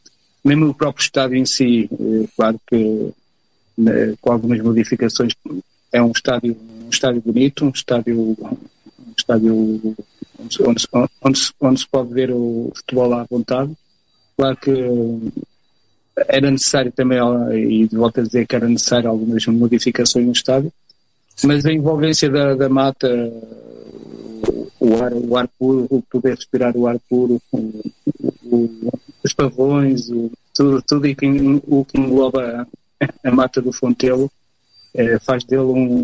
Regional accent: Viseu, Centro, Portugal; born or raised there; also born or lived in Angola

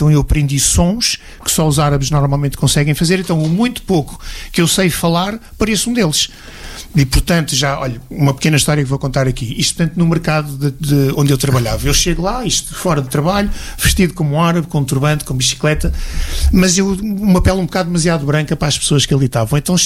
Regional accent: Portugal; Let Kalamul Arabia, isso significa não falo árabe. Ana Portugali, sou árabe, sou português.

